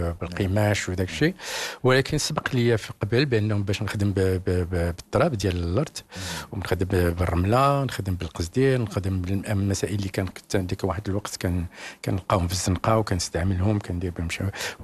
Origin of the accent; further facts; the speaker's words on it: Casablanca, Casablanca-Settat, Morocco; also born or lived in Tahannaout; now in Paris, France; كنت صغير في الحياة الشعبية ديال الدار البيضاء، كبرت في الدرب غليف